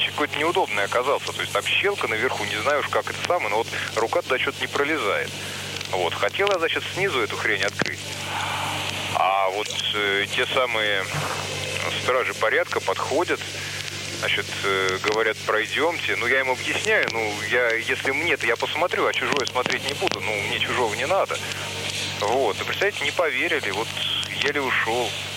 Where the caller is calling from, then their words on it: Volgograd, Volgograd Oblast, Russia; Я вот из Волгограда звоню.